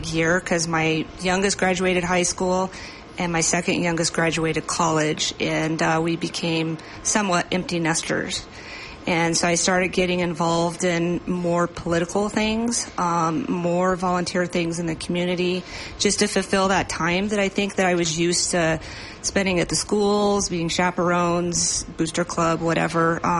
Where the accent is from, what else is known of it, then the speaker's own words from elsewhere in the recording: Idaho Springs, Colorado, United States; I grew up in Idaho Springs and raised my family in Idaho Springs as well with my husband.